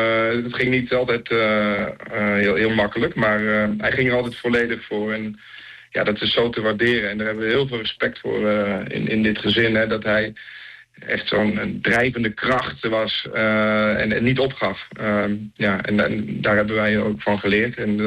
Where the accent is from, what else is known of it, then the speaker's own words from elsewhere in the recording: Flevoland, Netherlands; born there; also born or lived in Lelystad / Almere; toen we in Lelystad woonden en ook later in Almere.